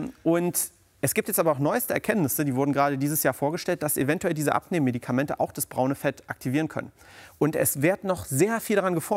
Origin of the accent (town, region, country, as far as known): East Germany, Germany; moved away